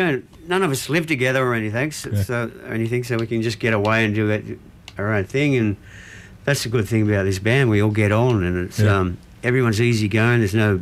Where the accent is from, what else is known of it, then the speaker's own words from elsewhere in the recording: Sydney, New South Wales, Australia; We grew up in Cogra, down, Cogra, like Brighton area and all that. We grew up around there